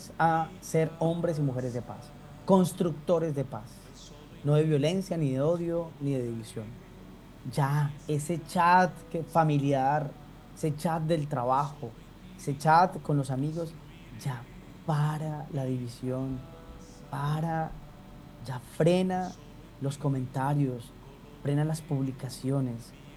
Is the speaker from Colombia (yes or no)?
yes; Colombia; nosotros que somos colombianos